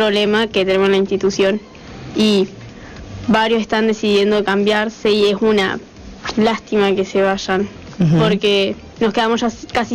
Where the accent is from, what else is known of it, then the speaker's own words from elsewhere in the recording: María Grande, Entre Ríos, Argentina; Algunos venimos de muy lejos, yo soy de María Grande por lo menos.